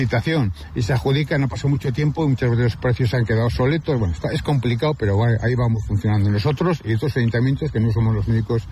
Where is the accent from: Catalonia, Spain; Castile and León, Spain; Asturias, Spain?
Castile and León, Spain; Guardo; Bienvenidos a mi pueblo.